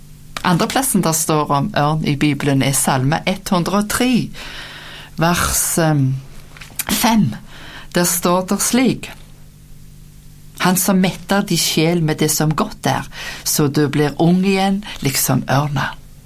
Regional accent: Rennesøy, Rogaland, Norway; moved away; hjemme på Rennesøy i Rogaland, der jeg kom ifra.

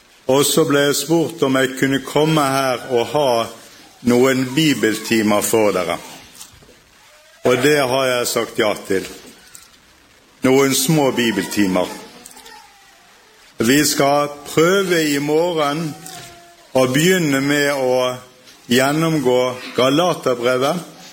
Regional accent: Bergen, Vestland, Norway; accent: Bergen dialect; Og hvis dere ser litt på TV, så skjønner dere sikkert med en gang hvor jeg kommer fra, på grunn av dialekten. Jeg kommer fra Bergen.

